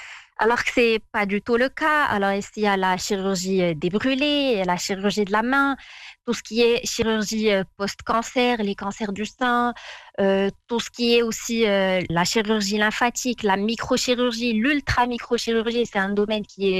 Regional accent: Fez, Fès-Meknès, Morocco

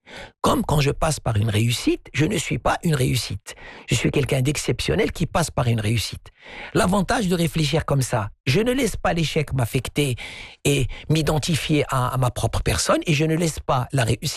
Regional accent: Morocco; chez nous au Maroc

